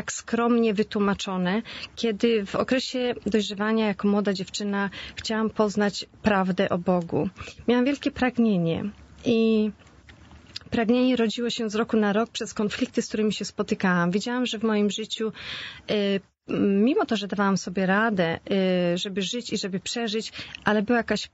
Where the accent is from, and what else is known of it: Świnoujście, West Pomeranian Voivodeship, Poland; born or raised there; moved away